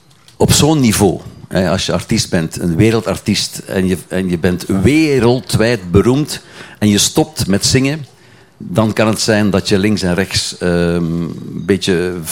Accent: Ghent, Flanders, Belgium; born there; also born or lived in Canary Islands; ik ben geboren in Gent, dus ik ben een ras echte Vlaming.

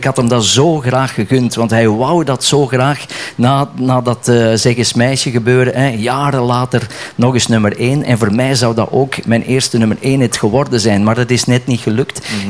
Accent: Essen, Flanders, Belgium; born there; Ja, maar ik woon aan de grens. Ik ben geboren in Essen. En Essen ligt tegen de Nederlandse grens. Roosendaal, Breda, dus helemaal in de kop van België.

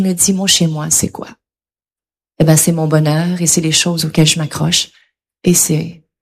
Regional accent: Quebec, Canada; Eh ben, c'est sûr que ce sera toujours l'endroit où j'ai grandi, au Québec, c'est bien sûr.

